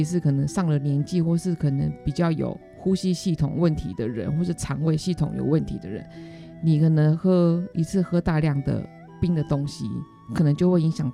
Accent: Taiwan; 我们台湾人的基因可能就是不适合说你夏天喝那么多的冰水，

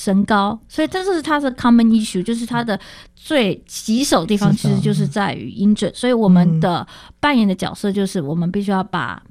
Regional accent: Taiwan; born or raised there; moved away as an adult; now in United States

